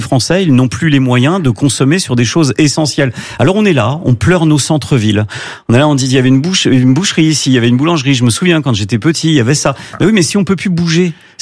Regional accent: France; en tant que Français

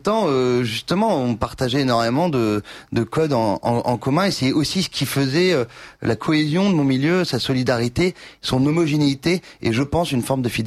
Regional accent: Louveciennes, Île-de-France, France; mon voisin de Loucienne, là où j'ai grandi

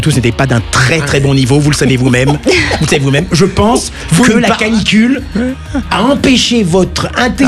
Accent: Paris, Île-de-France, France; Bah, je suis parisien.

